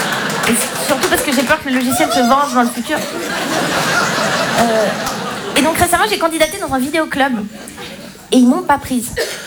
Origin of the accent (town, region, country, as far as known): Romandy, Switzerland